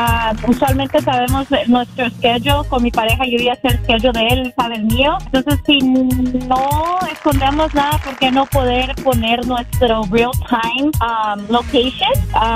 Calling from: Lomita, California, United States; estoy hablando en la ciudad de Lomita.

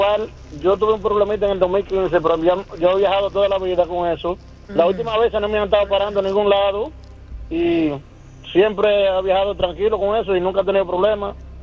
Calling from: New York, United States; En el Bronx, aquí

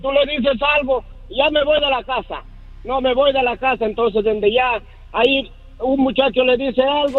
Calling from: Stamford, Connecticut, United States; Les hablo desde Stamford, Connecticut.

